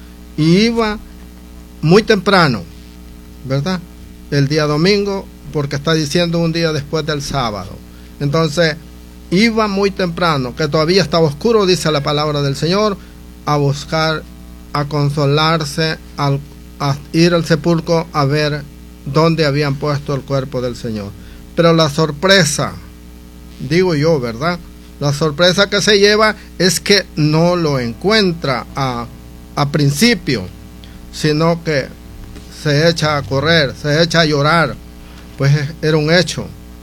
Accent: El Salvador

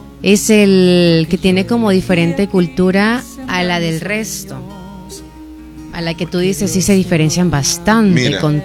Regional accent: Santa Rosa de Lima, La Unión, El Salvador; cuando nosotros vamos a San Salvador, los de Santa Rosa de Lima o nuestros alrededores

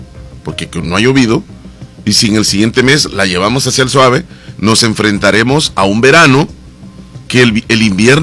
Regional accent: Santa Rosa de Lima, La Unión, El Salvador; Al carnaval de mi tierra.

